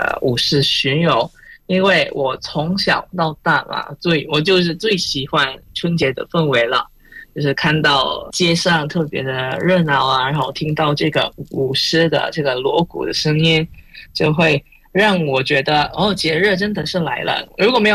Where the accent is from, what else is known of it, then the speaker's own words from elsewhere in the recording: Pontianak, West Kalimantan, Indonesia; now in Jakarta, Indonesia; 在昆甸我的家乡